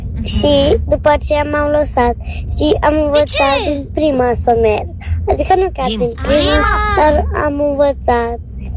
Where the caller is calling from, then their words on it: Iași, Iași County, Romania; din Iași, am 7 ani